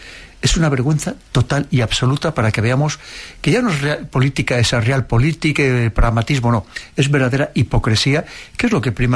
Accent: Spain; como españoles, como europeos

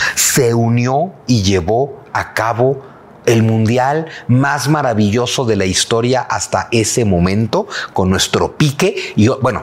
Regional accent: Mexico

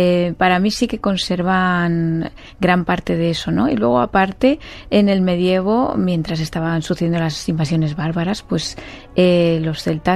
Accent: Madrid, Community of Madrid, Spain; pero luego también he hecho bastante de siglo XIX Madrid, porque soy madrileña

